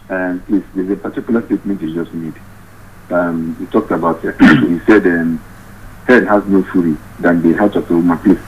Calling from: Nigeria; as a Nigerian that I am, as a pathetic one at that matter.

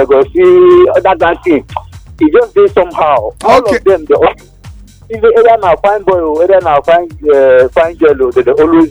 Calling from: Abuja, Federal Capital Territory, Nigeria; I'm calling you from Guzafe.

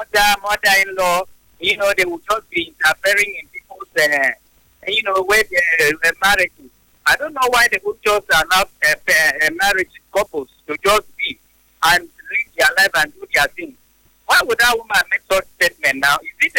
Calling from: Tanzania; I'm calling from Tanzania.

